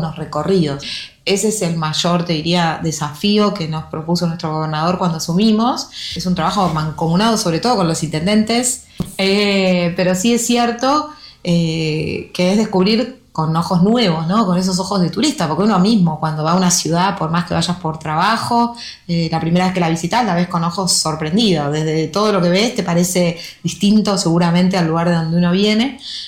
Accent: Pergamino, Buenos Aires Province, Argentina; Yo soy de Pergamino, 200 kilómetros de la ciudad de Buenos Aires, para el noreste de la provincia.

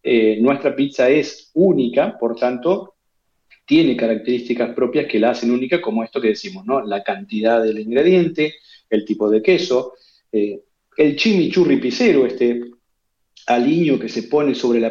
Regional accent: Argentina; Como los argentinos, que somos así de juntarnos a comer una pizza en Argentina

